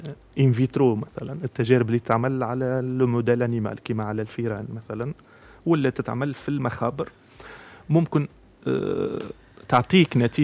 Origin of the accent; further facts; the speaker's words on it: Tunisia; وعندنا في تونس